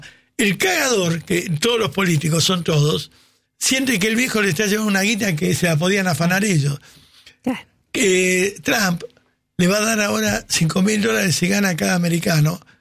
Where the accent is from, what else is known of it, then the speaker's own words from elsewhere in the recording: Argentina; yo, la verdad, soy argentino.